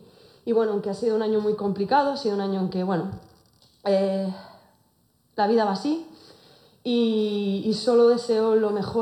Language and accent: Spanish; Tenerife, Canary Islands, Spain; Soy una tinerfeña, soy una isleña, soy de Tenerife y esta es y será mi casa.